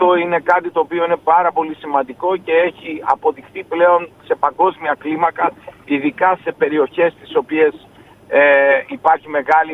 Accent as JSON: {"language": "Greek", "town": "Thessaloniki", "region": "Central Macedonia", "country": "Greece", "said": "είμαι Θεσσαλονικός και ξέρω την τοπογραφία της πόλης."}